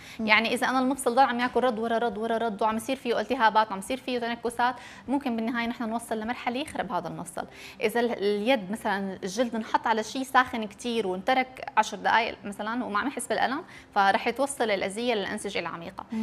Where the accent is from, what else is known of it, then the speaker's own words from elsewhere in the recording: Syria; حالة كانت عندنا بسوريا